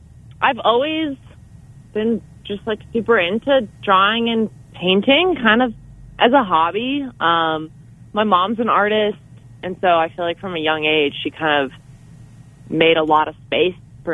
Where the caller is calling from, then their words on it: Moab, Utah, United States; I'm actually calling from Moab, Utah.